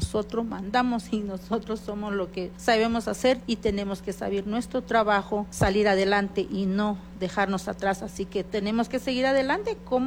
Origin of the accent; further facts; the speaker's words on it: Alta Verapaz, Guatemala; first language Q'eqchi'; Spanish is a second language; soy de Alta Verapaz y mi idioma es Kerchi.